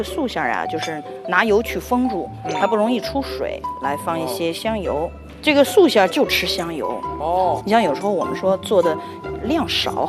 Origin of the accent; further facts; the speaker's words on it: Inner Mongolia, China; now in Beijing, China; 因为我是内蒙古的，